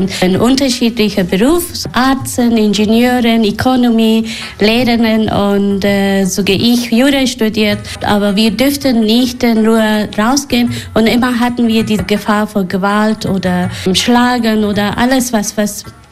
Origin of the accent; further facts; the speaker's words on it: Kabul, Afghanistan; now in Germany; Nee, ich komme aus aus Kabul.